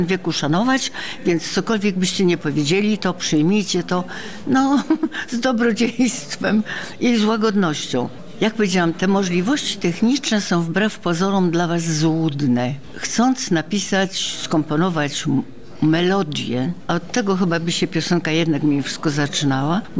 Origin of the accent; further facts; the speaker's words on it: Solec Kujawski, Kuyavian-Pomeranian Voivodeship, Poland; moved away; also born or lived in Papowo Biskupie; ja się urodziłam co prawda w Papowie Biskupim koło, bo jest to wieś koło Chełmży i Chełmna, ale mając rok, moi rodzice przenieśli się do Solca Kujawskiego i tutaj byłam do roku 40 chyba 7 albo 8